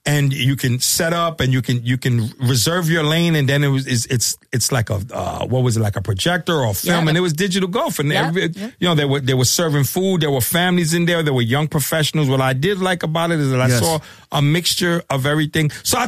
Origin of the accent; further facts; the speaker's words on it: New York, United States; I'm originally from Bushwick, East New York area.